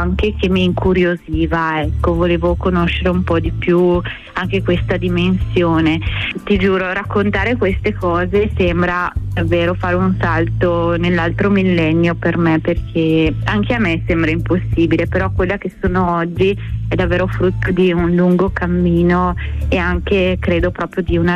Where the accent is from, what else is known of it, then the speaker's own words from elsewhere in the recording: Schio, Veneto, Italy; moved away as an adult; now in Vicenza, Italy; io sono originaria di Schio, ci tengo perché sono legatissima al paese dove sono nata, una cittadina in provincia di Vicenza. Ci tengo tanto non solo perché sono nata io e quindi c'è tutta la mia infanzia, la mia gioventù